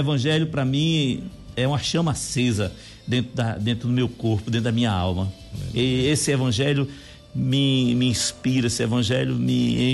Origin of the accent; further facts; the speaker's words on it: Canguaretama, Rio Grande do Norte, Brazil; Quero muito bem a todos ali na minha cidade, Canguaretama.